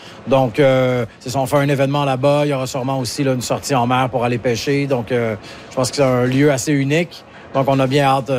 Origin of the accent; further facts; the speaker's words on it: Montreal, Quebec, Canada; moved away as an adult; now in Vancouver, Canada; Donc moi, je suis parti de Montréal pendant 10 ans, entre 20 et 30 ans, pour travailler dans des restaurants un peu partout à travers le monde, à l'international. Donc j'ai déjà habité ici à Vancouver.